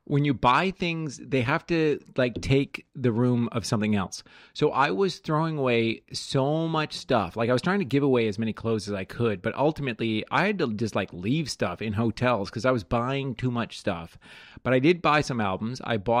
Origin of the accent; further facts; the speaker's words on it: Canada; moved away; I'm Canadian